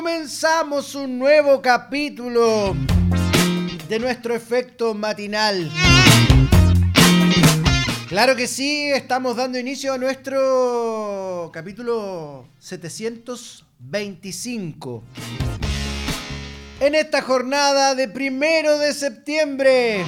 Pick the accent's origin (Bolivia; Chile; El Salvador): Chile; somos chilenos.